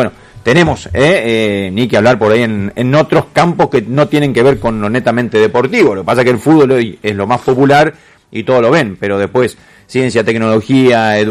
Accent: Argentina

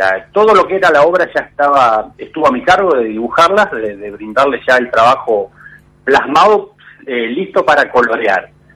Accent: Argentina; nos ha quedado como argentinos, una sensación de no abandonar

